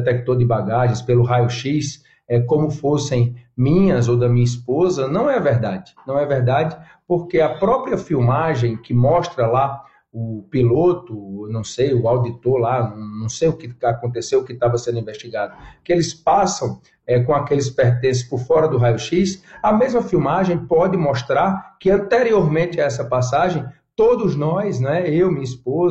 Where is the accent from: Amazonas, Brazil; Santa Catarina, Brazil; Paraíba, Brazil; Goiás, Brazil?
Paraíba, Brazil; eu sou do sertão da Paraíba